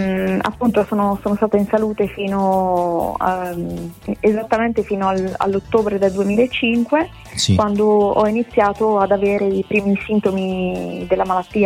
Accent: Curno, Lombardy, Italy; Allora, io precisamente sono di un paese della Bergamasca che si chiama Curno, che è in provincia appunto di Bergamo.

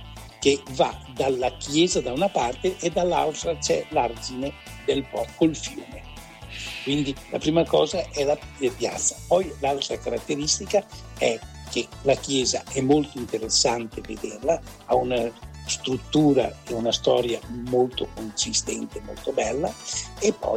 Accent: Castelmassa, Veneto, Italy; Se viene a Castelmassa abbiamo una bellissima piazza

